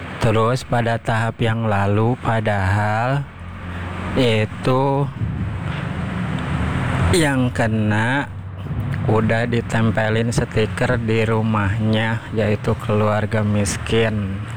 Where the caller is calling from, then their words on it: Bogor, West Java, Indonesia; Saya dari Iqbal Tea di Sukajadi, Bogor, tepatnya Kampung Gadog Tengah.